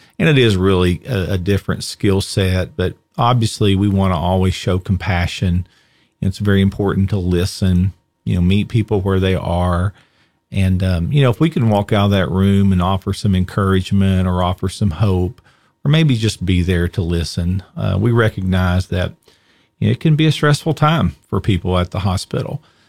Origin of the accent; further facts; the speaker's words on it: Kentucky, United States; But I was born there, and you know, to be able to live here, and I was raised in Greenup County.